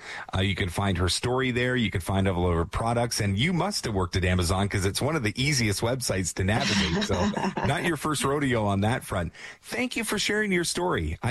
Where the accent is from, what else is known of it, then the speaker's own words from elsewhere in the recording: Toronto, Ontario, Canada; moved away; I grew up in Scarborough. Yeah, I grew up in Toronto as well. And I came out here in 94 to chase my baseball dreams and just never went home.